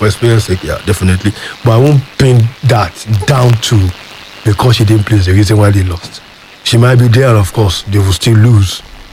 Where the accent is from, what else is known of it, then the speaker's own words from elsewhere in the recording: Nigeria; as a Nigerian